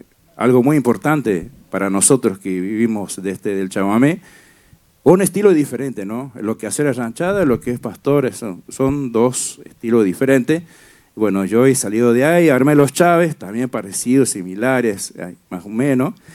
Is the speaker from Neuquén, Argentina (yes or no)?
no; Añatuya, Santiago del Estero, Argentina; Para nosotros, que somos de Ñatuya, de Santiago.